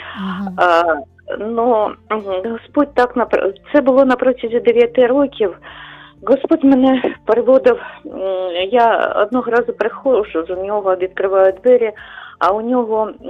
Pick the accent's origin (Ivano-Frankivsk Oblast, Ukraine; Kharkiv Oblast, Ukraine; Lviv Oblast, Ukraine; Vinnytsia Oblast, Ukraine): Kharkiv Oblast, Ukraine; Kharkiv; я з Харкова.